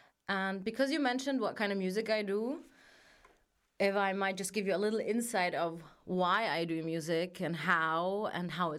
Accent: Vienna, Austria; first language German; English is a second language; Tunisian here in Austria, it's a complicated relationship. I was born here in Vienna, so I grew up here. And I grew up in a very closed community. So I did face a lot of racism, also being as a Palestinian.

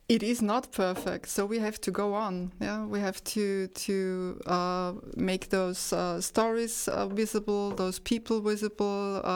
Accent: Vienna, Austria; I'm from Vienna.

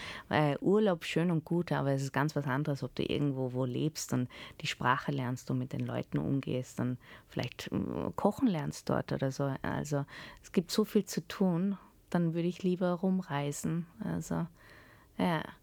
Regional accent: Port Harcourt, Rivers, Nigeria; also born or lived in Lagos; Und haben sie gefragt, wo ich aufgewachsen bin. Da habe ich gesagt, eben Port Harcourt, Lagos und so weiter.

